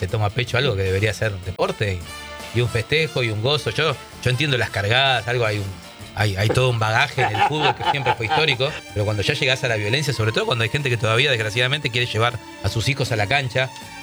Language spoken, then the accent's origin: Spanish; Uruguay; now in Argentina; Soy uruguayo, pero con muchísimos años viviendo en la Argentina. Hincho por ambos equipos hasta que le toca enfrentarse. Y en ese momento, obviamente, hincho por Uruguay.